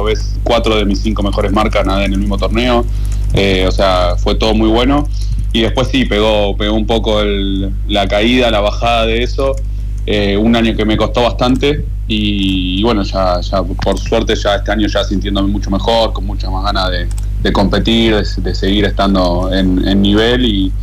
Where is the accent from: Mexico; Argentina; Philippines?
Argentina; now in Castellón, Spain